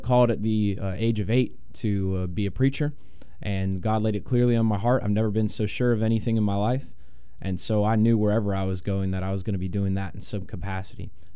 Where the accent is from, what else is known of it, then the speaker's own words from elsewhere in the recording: Sumter, South Carolina, United States; I'm from Sumter, South Carolina